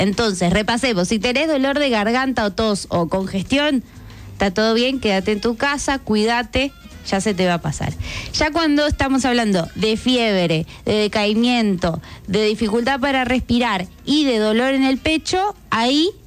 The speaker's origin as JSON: {"language": "Spanish", "region": "Entre Ríos", "country": "Argentina", "said": "acá somos de Entre Ríos y nos gusta compartir el mate y la galletita y todo eso"}